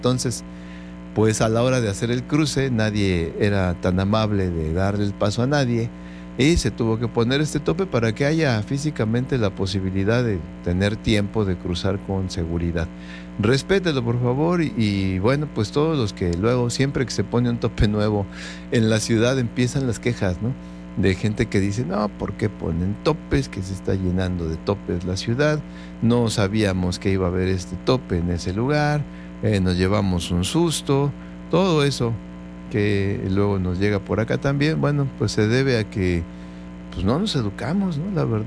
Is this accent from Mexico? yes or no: yes; Mexico; cómo somos los mexicanos